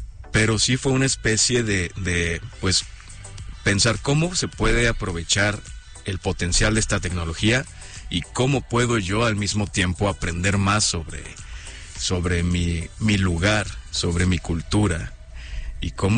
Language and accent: Spanish; Monterrey, Nuevo León, Mexico; moved away as an adult; Yo soy de Monterrey, yo nací en Monterrey, casi toda mi vida me vi rodeado de estas montañas y me dio una nostalgia infinita por el noreste, por la tierra donde yo siento mis raíces